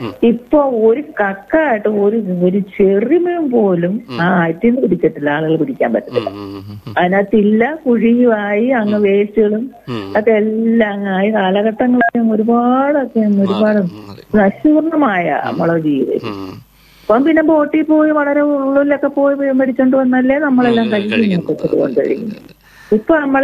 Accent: Kollam, Kerala, India; കൊല്ലം തോടിന്റെ അരുവിന നമ്മുടെ ഞാൻ ജനിച്ചു വളർന്നതെല്ലാം

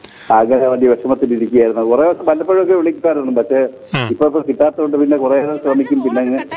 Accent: Kerala, India; moved away as an adult; now in Payikkulam, India; ജനിച്ചു വളർന്ന സ്ഥലം പഴയാറ്റുംകുഴി … പറയുന്നത്. ഇവിടെ വന്നിട്ട് ഇപ്പൊ രണ്ടു മാസം ആയി ഏകദേശം

